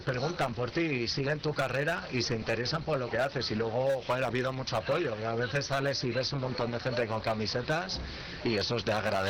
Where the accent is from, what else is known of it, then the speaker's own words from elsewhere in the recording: San Lorenzo de El Escorial, Community of Madrid, Spain; moved away as an adult; now in Cuéllar, Spain; yo vengo de San Lorenzo del Escorial, un poco de Madrid capital